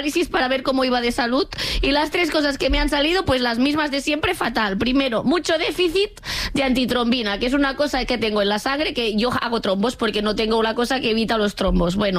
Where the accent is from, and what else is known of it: Catalonia, Spain